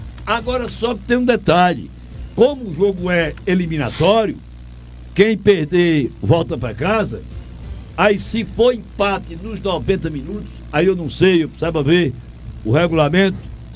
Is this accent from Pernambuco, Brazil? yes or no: yes; Altinho, Pernambuco, Brazil; dia de São Pedro é a festa de emancipação política da minha terra natal, Altinho.